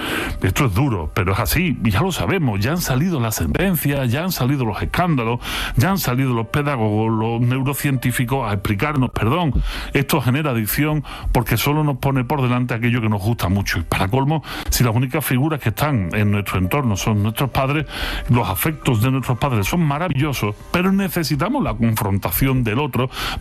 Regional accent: Andalusia, Spain; que decíamos cuando éramos chicos aquí en Andalucía.

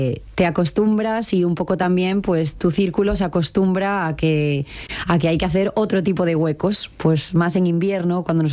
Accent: Galicia, Spain; Es cierto que como como gallega conozco las verbenas, pero nunca las había conocido desde dentro.

